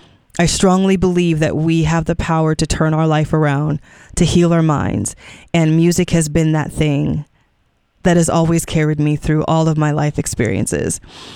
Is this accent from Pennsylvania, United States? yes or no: no; California, United States; I'm from California